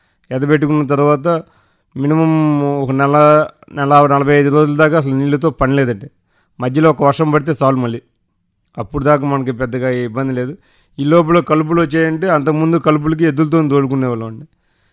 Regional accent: Jonnalagadda, Andhra Pradesh, India; మాది జొన్నలగడ్డ గ్రామం, గుంటూరు రూరల్ మండలం, గుంటూరు డిస్టిక్.

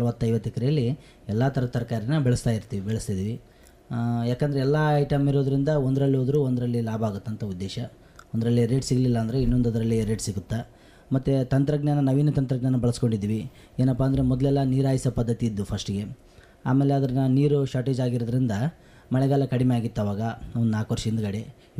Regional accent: Karnataka, India; ನಮ್ಮದು ಪಲ್ಕಂದೊಡ್ಡಿ ಗ್ರಾಮ. … ನಮ್ಮದು ಪಲ್ಕಂದೊಡ್ಡಿ ಗ್ರಾಮ, ಇಲ್ಲಿ ಎರ್ಮರ್ಸ್ ಕ್ಯಾಂಪ್ ಹತ್ರ ಬರುತ್ತದೆ, ರಾಯಚೂರು ತಾಲೂಕಲ್ಲಿ ಬರುತ್ತದೆ. ನಾವು ಮೂಲತಃ ನಮ್ಮದು ಕೃಷಿ ಕುಟುಂಬ.

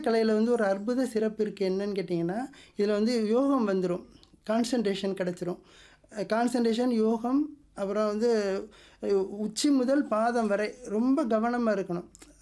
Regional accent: Poigaikaraipatti, Tamil Nadu, India; நான் வந்து பொய்கைக்கரைப்பட்டி வில்லேஜை சேர்ந்தவன்.

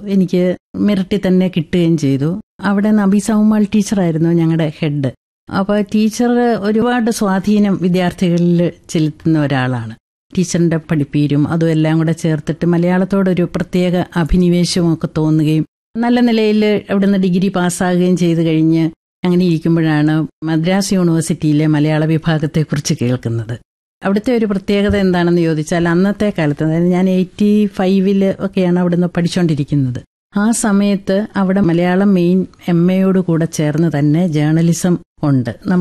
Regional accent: Elangulam, Kerala, India; moved away as an adult; എന്റെ സ്വദേശം കാഞ്ഞിരപ്പള്ളിക്കും പാലായ്ക്കും ഇടയ്ക്കുള്ള ഇളങ്കുളം എന്ന് പറഞ്ഞ സ്ഥലമാണ്. ഞാൻ കാഞ്ഞിരപ്പള്ളി കോളേജിലാണ് പ്രീ ഡിഗ്രി പഠിച്ചത്.

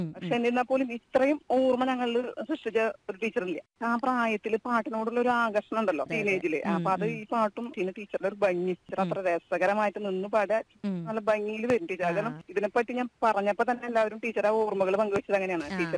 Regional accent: Anthikad, Kerala, India; എന്റെ നാട് അന്തിക്കാടാണ്.

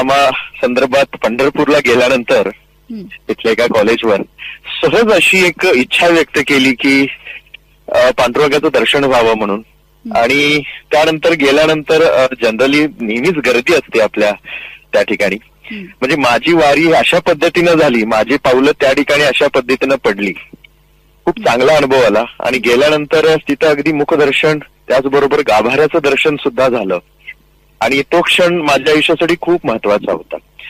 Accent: Sangli, Maharashtra, India; मी राहणारा सांगलीचा आहे पण माझं शेत कवटेमंका या ठिकाणी आहे

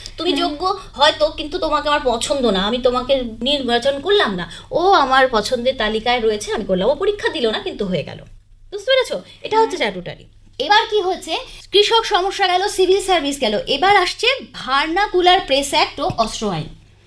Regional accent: India; কিন্তু আমরা একটা ভারতীয়, আমরা তো জন্ম থেকে ইংলিশ শিখে বড় হইনি, আমাদের মাতৃভাষা আমরা পড়াশোনা করেছি

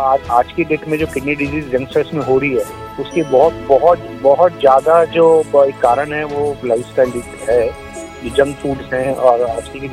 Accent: Rajasthan, India; मैं राजस्थान में एक छोटा जगह है दौसा के पास, मेरा गांव है भांडारे। तो मेरा जन्म वहाँ हुआ 1985 में। मैं एक राजपूत कम्युनिटी से बिलोंग करता हूँ।

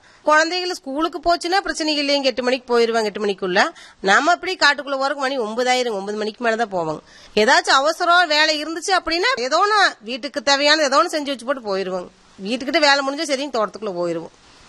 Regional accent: Malaipalayam, Tamil Nadu, India; நாங்க பிறந்தது இதே மலைப்பளையமே தானுங்க. படிச்சது பாத்துட்டீங்கன்னா செஞ்சேரி மலை ஸ்கூல்ல. நாங்க கல்யாணம் பண்ணது இதே ஊர்ல தான், மலைப்பளத்திலேயே தான் நாங்க இதே ஊர்ல தான் இருக்கேங்க.

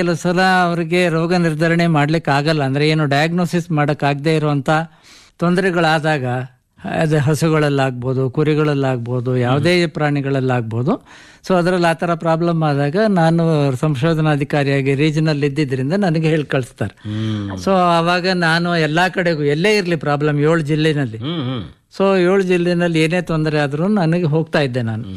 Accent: Bengaluru, Karnataka, India; ನಿಜ ಹೇಳ್ಬೇಕು ಅಂತಂದ್ರೆ ಬೆಂಗಳೂರು, ನಾನು ಆಕ್ಚುಲಿ ಬೆಂಗಳೂರಿನವನು, ಬೆಂಗಳೂರು ಡಿಸ್ಟ್ರಿಕ್ಟ್

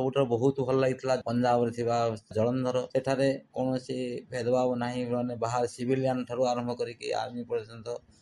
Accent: Mausuda, Odisha, India; ମୋର ଜନ୍ମ ମଉସୁଦା ଗ୍ରାମରେ, ଭଦ୍ରକ ଡିଷ୍ଟ୍ରିକ୍ଟର ଚାନ୍ଦବାଲି ବ୍ଲକରେ। କିନ୍ତୁ ମୋର ପାଠପଢ଼ା ଆରମ୍ଭ ଗ୍ରାମ ସ୍କୁଲରେ

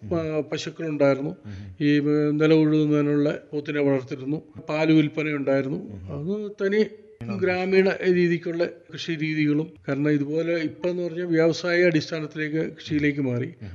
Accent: Rajakumari, Kerala, India; ഞാനിവിടെ രാജകുമാരി തന്നെ ജനിച്ചു വളർന്നയാളാണ്. ഞങ്ങളുടെ എൻ്റെ ഫാദറായിട്ട് ഒരു 78 വർഷം മുമ്പ് തൊടുപുഴയിൽ നിന്ന് കുടിയേറി രാജകുമാരിയിൽ വന്ന ആളാണ്. എനിക്കിപ്പോൾ 63 വയസ്സായി. ഞാനിപ്പോൾ ഇവിടെ ജനിച്ചു

